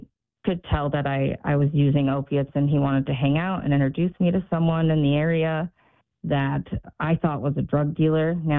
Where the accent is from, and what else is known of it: Newport, Oregon, United States; born or raised there